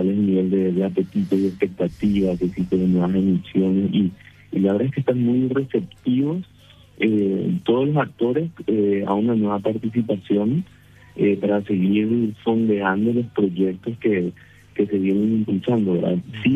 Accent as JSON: {"language": "Spanish", "country": "Paraguay", "said": "como paraguayos y como inversionistas locales, estamos muy acostumbrados a la renta fija"}